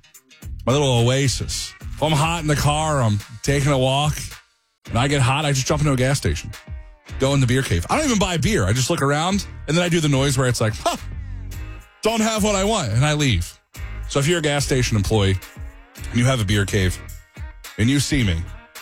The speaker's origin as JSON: {"language": "English", "region": "Pennsylvania", "country": "United States", "said": "Now, I'm from Pennsylvania."}